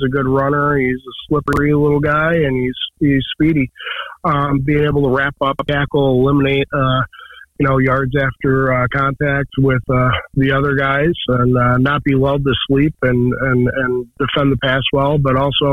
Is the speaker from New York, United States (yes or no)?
yes; Caledonia, New York, United States; I'm from Caledonia. My family's from Leroy, so I know a heck of a lot because I get a lot of phone calls from the family.